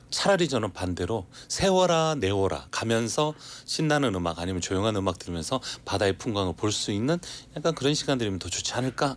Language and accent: Korean; Samcheok, Gangwon, South Korea; 제가 삼척 사람이잖아요.